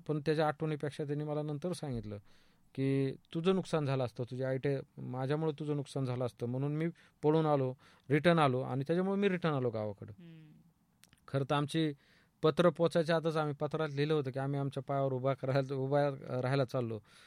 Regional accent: Maharashtra, India; moved away; also born or lived in Chhatrapati Sambhajinagar; घरी आलो डायरेक्ट मी माझ्या गावी म्हणजे संभाजीनगरहून जामखेड तालुक्यात आमच्या धुनपार गावी आलो.

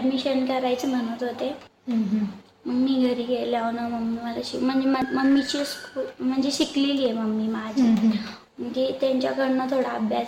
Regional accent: Miraj, Maharashtra, India; moved away; मी सांगलीची आहे, मिरज सांगली. माझ्या मम्मीचं गाव आहे ते.

